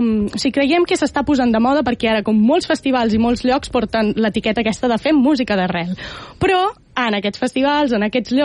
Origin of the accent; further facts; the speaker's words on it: L'Hospitalet de Llobregat, Catalonia, Spain; now in El Prat de Llobregat, Spain; i jo també he crescut a l'Hospitalet, però ara visc al Prat.